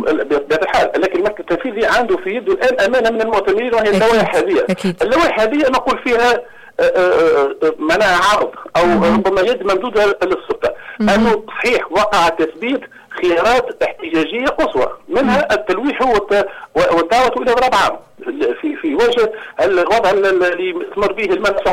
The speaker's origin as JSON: {"language": "Arabic", "country": "Tunisia", "said": "أنا كصحفي تونسي"}